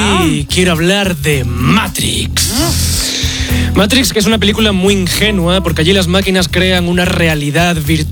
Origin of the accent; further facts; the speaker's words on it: Seville, Andalusia, Spain; moved away; Yo de pequeño, en Sevilla